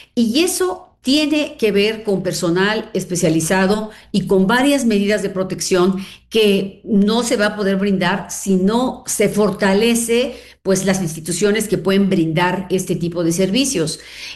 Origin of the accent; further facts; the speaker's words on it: Hidalgo, Mexico; Mira, yo soy de Hidalgo. En Hidalgo solo hay un centro de justicia en Pachuca.